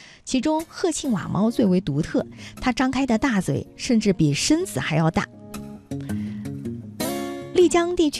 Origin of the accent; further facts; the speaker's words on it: Yunnan, China; 咱们云南的方言